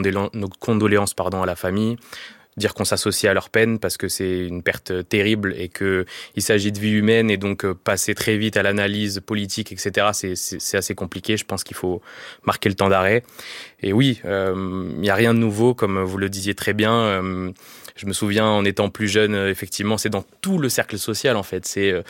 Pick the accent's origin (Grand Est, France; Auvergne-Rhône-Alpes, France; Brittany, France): Auvergne-Rhône-Alpes, France; Sainte-Florine; moved away; also born or lived in Bordeaux / Brioude; Moi, j'ai grandi en Haute-Loire. Enfin, je suis né en quartier populaire à Bordeaux, mais j'ai grandi en Haute-Loire, en milieu rural